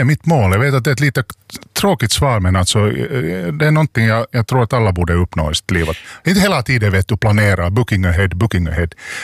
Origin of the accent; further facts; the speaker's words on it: Finland; Som finlandssvensk så jag visste nog det